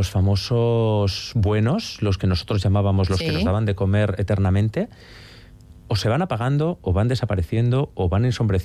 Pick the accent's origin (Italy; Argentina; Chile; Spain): Spain; now in Madrid, Spain; soy madrileño de adopción, pero de Trucillos de corazón. Pero de Trucillos.